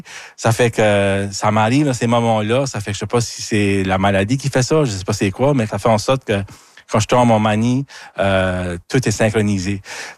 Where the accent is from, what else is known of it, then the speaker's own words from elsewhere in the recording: Acadia, Canada; je viens de l'Acadie, comme ton premier album.